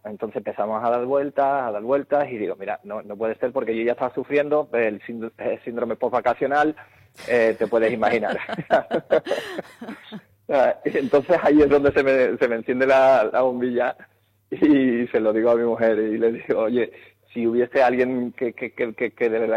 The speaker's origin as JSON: {"language": "Spanish", "town": "Chipiona", "region": "Andalusia", "country": "Spain", "said": "Aunque tengo que decir que yo soy de Cádiz, soy de Chipiona, pero bueno, ya soy."}